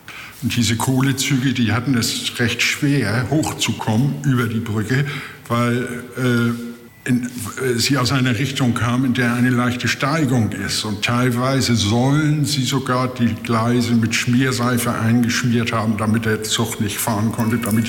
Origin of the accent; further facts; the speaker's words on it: Hamburg, Germany; Jahrgang 1947, und ich bin in der Oelkersallee aufgewachsen. Und da wohne ich jetzt wieder.